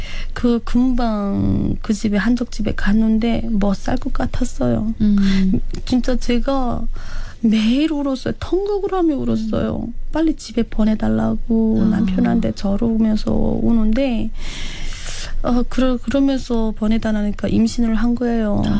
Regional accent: Hwanghae, North Korea; moved away as an adult; now in South Korea; 남한 정착 8개월 차인 황해도가 고향인

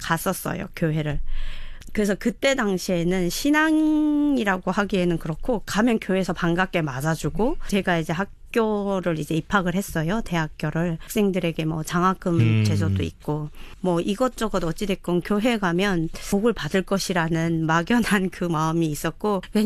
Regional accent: North Korea; now in Gyeonggi Province, South Korea; 내 고향은 떠났고 내 부모 형제하고는 헤어졌지만 그 한반도의 반쪽에 난 항상 있다라는 그 마음 하나로 하나됨을 계속 느끼고 삽니다.

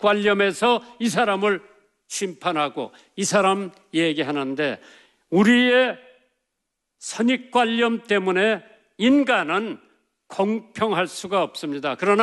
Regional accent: South Korea; 우리 한국 사람들은 제너럴 앨러스가 존경한다고 하지만은 제가 본 한국 사람들은 체면을 많이 생각을 해요.

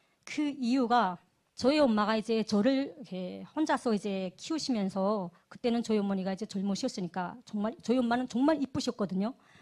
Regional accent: Sinuiju, North Pyongan, North Korea; moved away as an adult; now in South Korea; 고향은 평안북도 신의주입니다. 제가 이제 2010년 11월 15일 날에 이제 대한민국에 입국을 했고

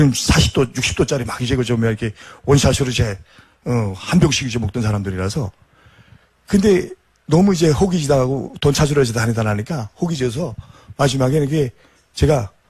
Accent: North Korea; moved away as an adult; now in South Korea

